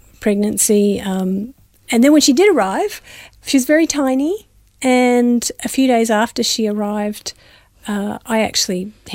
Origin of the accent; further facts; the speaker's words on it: Victoria, Australia; born there; moved away as an adult; we'd been in very small schools in different places in Victoria.